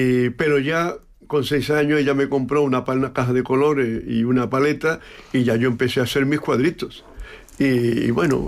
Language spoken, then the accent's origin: Spanish; Cádiz, Andalusia, Spain; also born or lived in Seville; yo soy gaditano